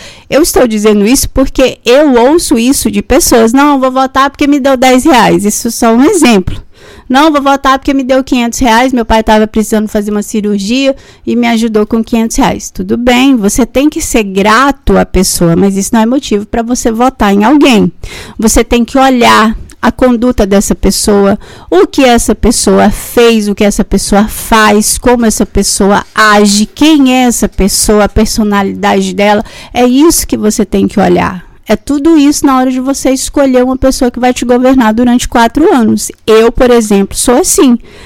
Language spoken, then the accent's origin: Portuguese; Brazil; nós somos brasileiros